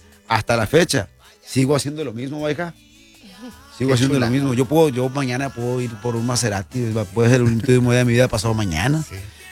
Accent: Cacalotán, Sinaloa, Mexico; Yo soy de Cacalotán. Hice un grupo de Facebook, cuando ya estaba Facebook.

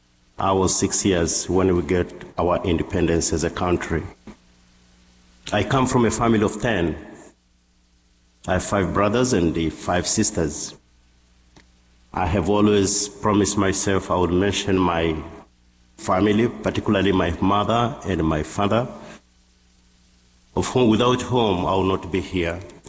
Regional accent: Tanzania; English is a second language; I come from Tanzania. Tanzania is one of the Eastern African countries that was first colonized by the Germans.

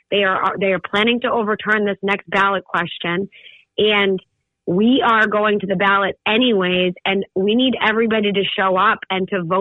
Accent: Methuen, Massachusetts, United States; Massachusetts is my home state. I was born and raised in the Merrimack Valley area in the great city of Methuen. Yes, that's a place in Massachusetts, everybody. It is up on the New Hampshire border. and it's my hometown

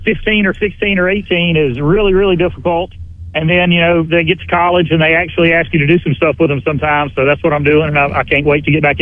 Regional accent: Canton, Mississippi, United States; I grew up in Canton, and we were a AA school.

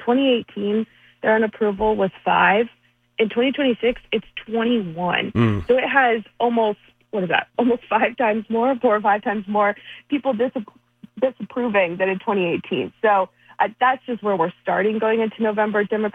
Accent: the South, United States; Well, I am from the South, and we do not call them hoagies down in the South.

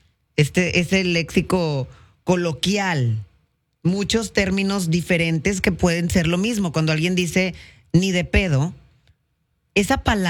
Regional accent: Mexico; como los mexicanos estamos en todas partes, hermana, los hispanos estamos en todas partes.

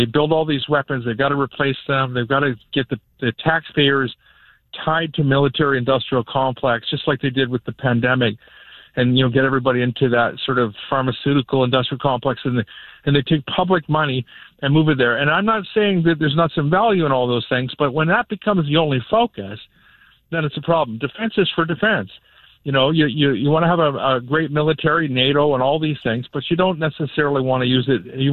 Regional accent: Canada; as a Canadian, I love America.

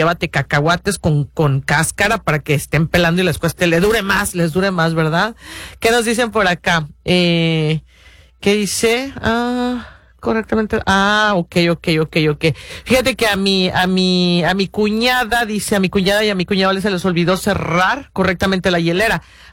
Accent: Mexico; como mexicanos, pues, no llevamos las tortillas.

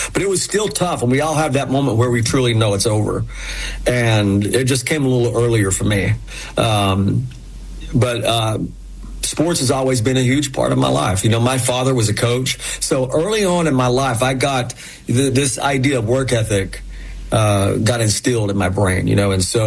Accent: Knoxville, Tennessee, United States; You know, growing up in East Tennessee and in Knoxville, you know, we didn't have a pro allegiance to anything.

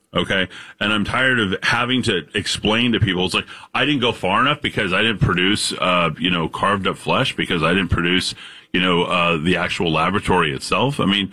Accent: New Mexico, United States; I know because I'm from New Mexico and that's where they have the draws for that type of thing.

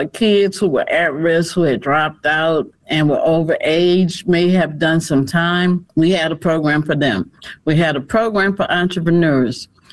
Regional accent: New Orleans, Louisiana, United States; moved away; I'm originally from New Orleans.

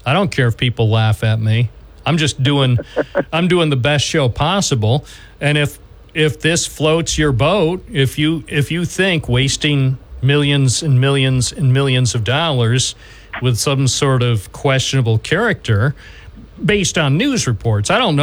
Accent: United States; as an American who pays lots of taxes

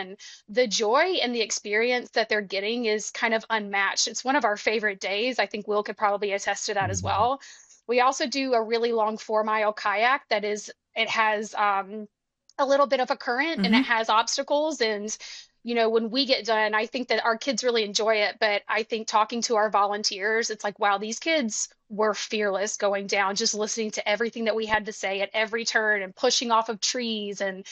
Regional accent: Alabama, United States

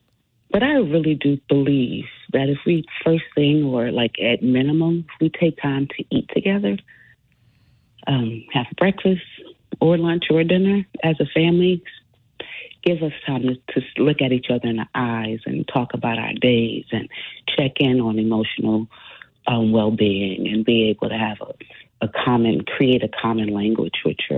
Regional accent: New York City, New York, United States; because so many people we grew up with in New York ended up in Rikers

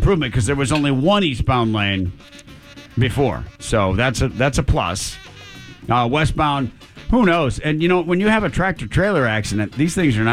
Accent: Michigan, United States; What about Michigan, my home state?

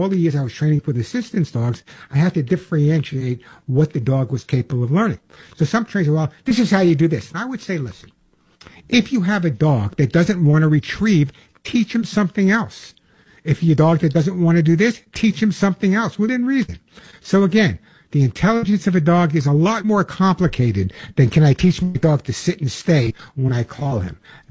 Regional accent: Long Island, New York, United States; She lived on Long Island, where I'm originally from. I know I got rid of my accent, but originally from Long Island.

